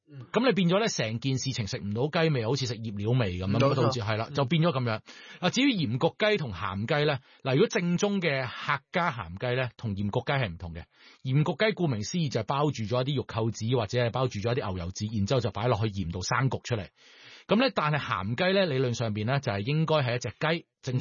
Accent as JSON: {"language": "Cantonese", "region": "Guangdong", "country": "China", "said": "我哋广东人咧系会叫一啲蛋咧就叫春"}